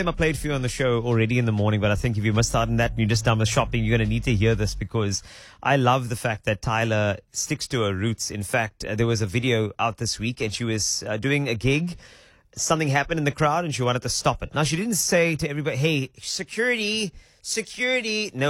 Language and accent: English; South Africa; what we heard growing up in South Africa from our mom or our auntie.